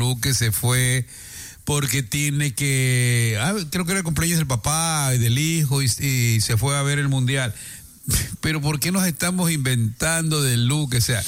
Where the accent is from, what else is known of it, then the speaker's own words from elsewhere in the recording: Guayaquil, Guayas, Ecuador; nosotros somos de Guayaquil, estamos aquí en Guayaquil.